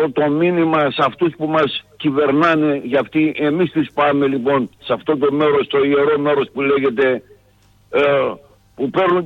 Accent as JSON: {"language": "Greek", "town": "Ano Zervochori", "region": "Central Macedonia", "country": "Greece", "said": "από Άνου Ζερβουχώρη Ναούσης."}